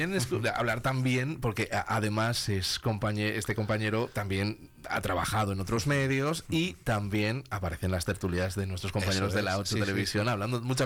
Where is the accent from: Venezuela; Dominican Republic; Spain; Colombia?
Spain; Castile and León; esa conexión con la montaña palentina, en mi caso la montaña leonesa, que está muy, muy, muy cerquita.